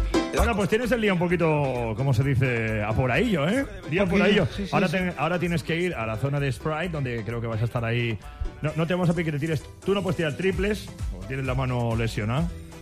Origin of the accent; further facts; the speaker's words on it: Cornellà de Llobregat, Catalonia, Spain; es de mi pueblo, ¿eh?